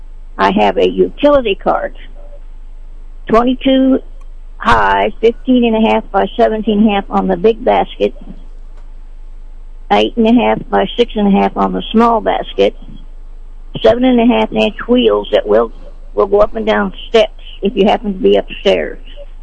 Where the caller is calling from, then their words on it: Sedalia, Missouri, United States; I'm calling from Sedalia.